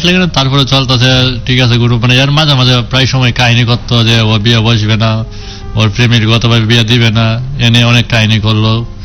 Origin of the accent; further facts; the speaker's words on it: Kendua, Mymensingh Division, Bangladesh; নেত্রকোণাতে কেন্দ্র থানা, ওই জায়গা থেকে আসছে। বলতে আমার ছোট থাকতে জন্ম হয়ে আমার মায়ের 9 মাসের তোয়া আমার দাদির কাছে রাইকা চলে গেছিল বলতে গার্মেন্টসে।